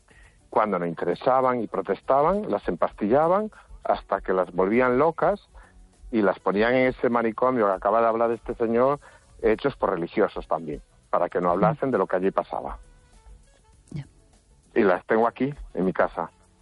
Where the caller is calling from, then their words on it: Guísamo, Galicia, Spain; En mi casa, recién llegado a casa. En Guisamo.